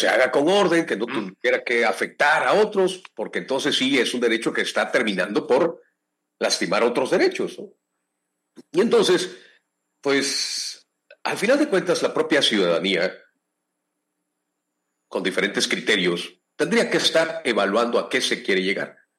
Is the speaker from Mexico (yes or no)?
yes; Mexico